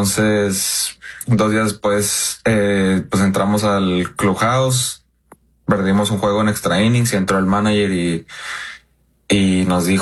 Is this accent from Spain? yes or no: no; Mexico; Sí, no, un sueño, la verdad, siendo mexicano, los Dodgers retumban en México, ¿verdad?